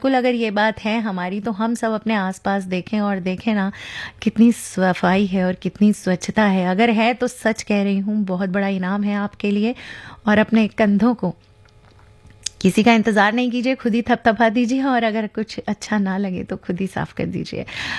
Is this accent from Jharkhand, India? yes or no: no; Amravati, Maharashtra, India; अमरावती से हूँ और जुड़ी रहती हूँ एफएम रेनबो से